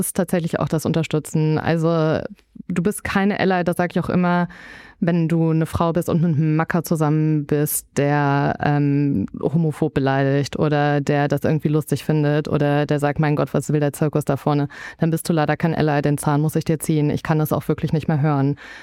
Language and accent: German; Düsseldorf, North Rhine-Westphalia, Germany